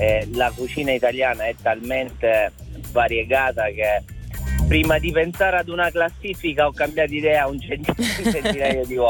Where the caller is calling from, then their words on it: Sicily, Italy; da buon siciliano